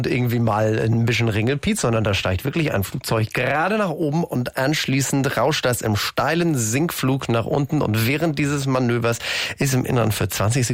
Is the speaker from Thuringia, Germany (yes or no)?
no; Lower Saxony, Germany; Da kann ich als Ostfriese nur sagen, wir in Ostfriesland waren vor 100 Jahren schon hinterm Mond.